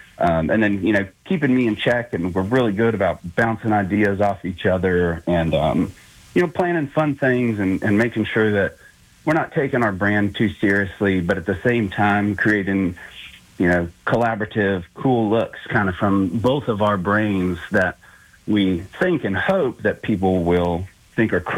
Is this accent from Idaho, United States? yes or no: yes; McCall, Idaho, United States; I actually grew up in an area kind of similar to Aspen or Vail. It's a little ski town called McCall, Idaho, and it's one of those where it's built around a lake. You've got two giant ski hills